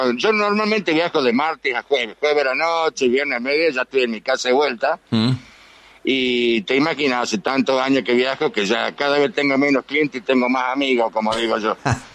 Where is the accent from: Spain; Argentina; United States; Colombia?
Argentina; Tucumán; now in Salta, Argentina